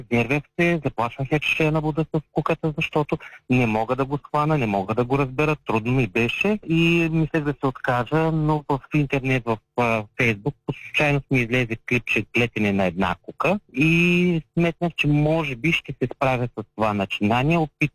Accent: Ruse, Ruse Province, Bulgaria; moved away; аз работех далеч от родния ми град Русе и живеех в този хотел

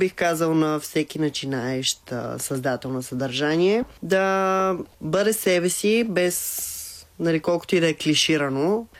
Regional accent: Kyustendil, Kyustendil Province, Bulgaria; accent: Shopski dialect; Аз съм от Кюстендил. Там си говорим на шопски.

